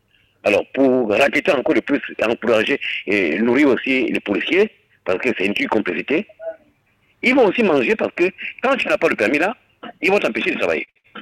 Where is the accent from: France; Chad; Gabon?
Gabon; born there; Je suis né au Gabon, à Mabou, je n'ai jamais voyagé.